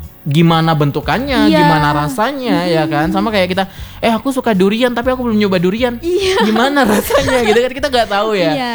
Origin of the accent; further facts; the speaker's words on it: Dharmasraya, West Sumatra, Indonesia; Jadi kayak ada dari Damasraya, dari Sumbar tuh dua, dan aku dari Damasraya kan.